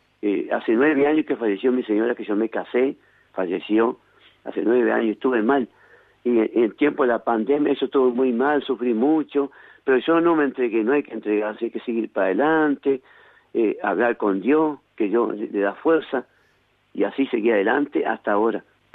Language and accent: Spanish; Vitoria-Gasteiz, Basque Country, Spain; Creo que soy el primero … el vitoriense.